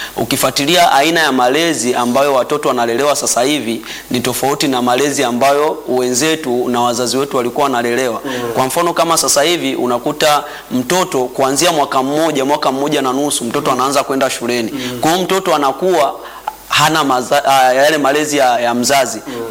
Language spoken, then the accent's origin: Swahili; Morogoro, Tanzania; natokea mkoani Morogoro.